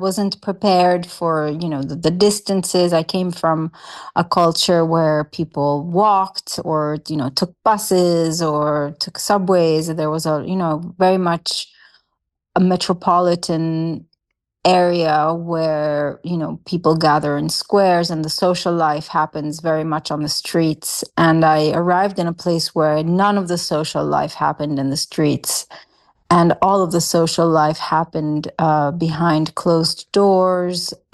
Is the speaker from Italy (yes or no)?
yes; Rome, Lazio, Italy; My early years, I grew up in Rome. I grew up in a sort of countryside of Rome.